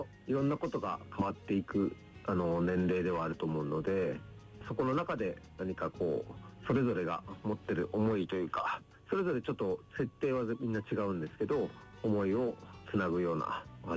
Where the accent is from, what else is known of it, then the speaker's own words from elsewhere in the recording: Mito, Ibaraki, Japan; moved away; 私幼稚園、小学校、中学校は茨城、水戸の双葉台というところで育ったんで、まさにふるさと、自分のふるさとでもありますね。